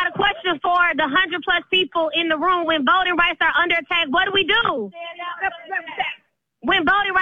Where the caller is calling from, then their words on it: Alabama, United States; Listen, if it's 205, you already know we are live from the great state of Alabama.